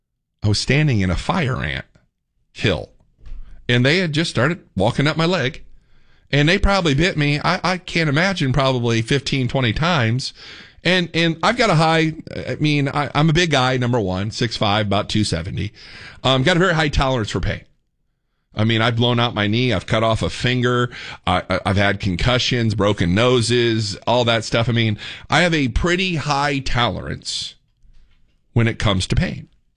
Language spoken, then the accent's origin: English; Fort Wayne, Indiana, United States; now in Texas, United States; so we came from Fort Wayne, Indiana, where the most dangerous thing you'd probably deal with was a mosquito.